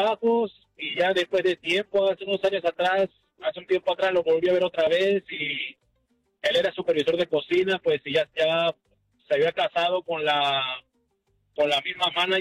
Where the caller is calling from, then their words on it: Austin, Texas, United States; por aquí, por Austin, por el sur de Austin.